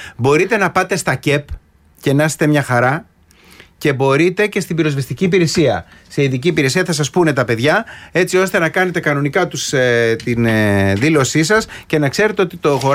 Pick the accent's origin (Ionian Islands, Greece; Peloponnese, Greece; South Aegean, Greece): Peloponnese, Greece; Trikorfo; Σάκη, σήμερα έχει πανηγύρι στο χωριό μου. Τρίκορφο Μεσσηνίας με μπύρες, σουβλάκια και μπόλικη γουρνοπούλα.